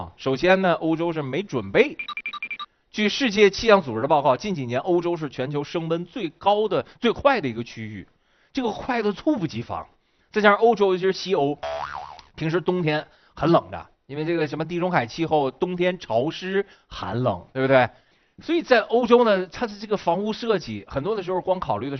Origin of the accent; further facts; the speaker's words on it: Shijiazhuang, Hebei, China; 我小的时候在石家庄